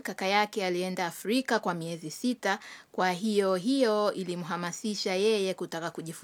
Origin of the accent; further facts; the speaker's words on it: Yokohama, Kanagawa, Japan; Swahili is a second language; Mimi ni mwanafunzi wa chuo kikuu cha Sofia. Ninatoka Yokohama.